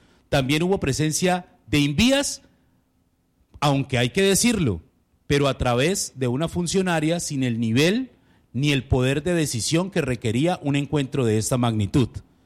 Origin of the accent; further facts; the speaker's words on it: Meta, Colombia; somos los mismos del Meta